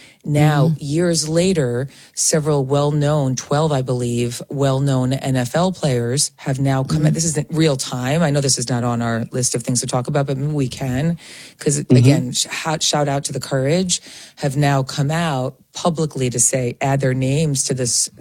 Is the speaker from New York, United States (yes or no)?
yes; New York, United States; accent: Long Island; Such a Long Island girl. I sense my Long Island accent.